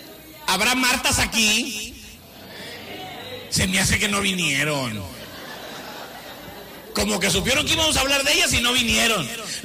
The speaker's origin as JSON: {"language": "Spanish", "country": "Mexico", "said": "Somos ministros evangélicos mexicanos y eso va a pegar."}